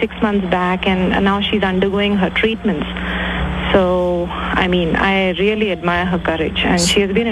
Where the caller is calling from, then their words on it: India; I'm an Indian